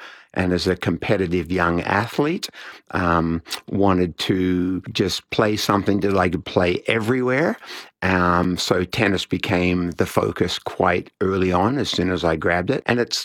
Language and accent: English; Australia; moved away as an adult; also born or lived in United States; now in Edmonton, Canada; I'm originally from Australia and moved over to North America to continue a tennis journey when I was 18 in the early 80s.